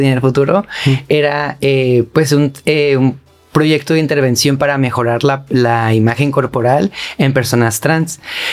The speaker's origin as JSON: {"language": "Spanish", "country": "Mexico"}